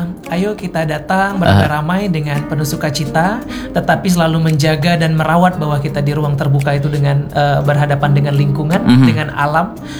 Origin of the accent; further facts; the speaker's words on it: Mariana, South Sumatra, Indonesia; born there; now in Palembang, Indonesia; Di Banyuasin di Mariana, itu tempat kelahiran saya sebetulnya.